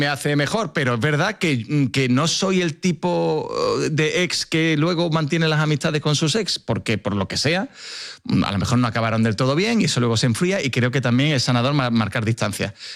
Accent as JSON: {"language": "Spanish", "town": "Seville", "region": "Andalusia", "country": "Spain", "said": "todo el mundo sabe que yo soy de Sevilla y soy de una ciudad que se vive con mucha pasión."}